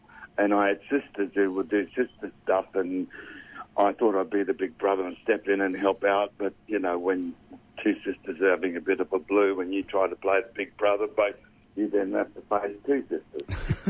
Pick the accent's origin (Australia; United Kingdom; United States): Australia; I'm from Australia. I didn't have Afro hair